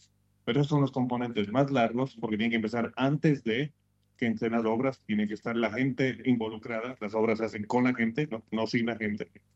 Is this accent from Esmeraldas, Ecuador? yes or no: no; Quito, Pichincha, Ecuador; now in Panama; yo soy quiteño, aunque vivo en Panamá